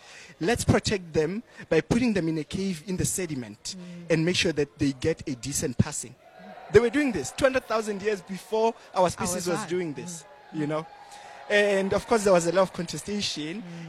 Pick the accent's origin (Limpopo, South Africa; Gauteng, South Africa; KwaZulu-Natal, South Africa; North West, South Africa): Gauteng, South Africa; Soweto; You know, I'm a Soweto born, raised, you know, born and raised in Soweto.